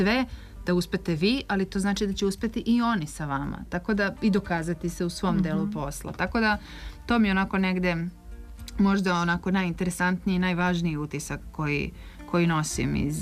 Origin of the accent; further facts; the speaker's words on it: Serbia; kad sam rekla … ja sam iz Srbije i tako